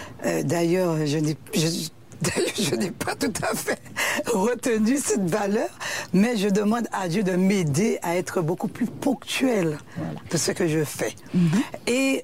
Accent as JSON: {"language": "French", "town": "Le Vauclin", "country": "Martinique", "tie": "born or raised there", "said": "j'ai grandi dans la commune du Vauclin, dans un quartier qui s'appelle Baie des Mulets. Mm-hmm. Nous habitons au bord de la mer"}